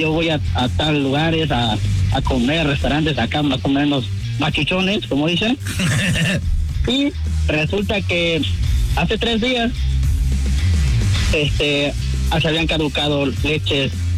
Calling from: Salt Lake City, Utah, United States; Hablo de acá de Salt Lake City, Utah.

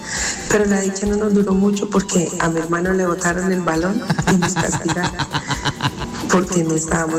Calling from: Piedecuesta, Santander, Colombia; Esta tarde te escucho desde Buenos Aires, Piedecuesta.

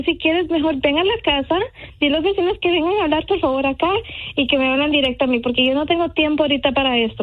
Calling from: Guatemala

